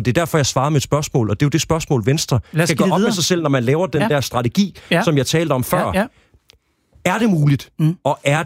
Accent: Central Denmark Region, Denmark; now in Hellerup, Denmark; jeg er vokset op i Vestjylland, jeg er søn af forældre, der ikke havde en gymnasial uddannelse.

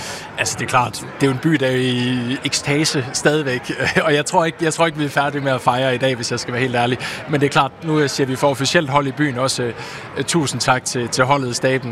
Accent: Aarhus, Central Denmark Region, Denmark; Jeg er jo født og opvokset her i Aarhus

